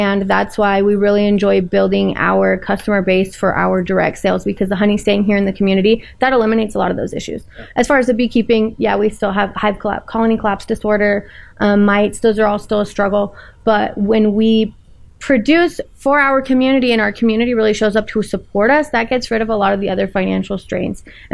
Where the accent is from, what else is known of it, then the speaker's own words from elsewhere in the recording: Nebraska, United States; I'm an American citizen. Yeah. And I grew up here in Nebraska.